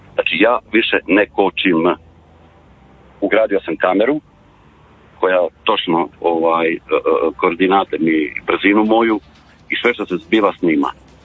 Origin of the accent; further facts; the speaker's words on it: Rijeka, Primorje-Gorski Kotar County, Croatia; iz Rijeke sam, vozim u Zagreb za zagrebačku tvrtku